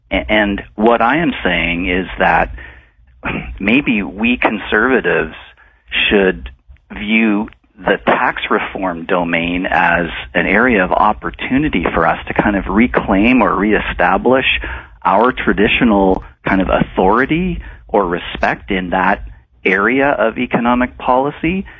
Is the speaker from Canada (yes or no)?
yes; Saskatoon, Saskatchewan, Canada; born there; I was born in Saskatoon, and my parents, you know, grew up in Melfort, and I've been back there many times in my childhood, and I've got relatives in Rosetown, so absolute strong connections.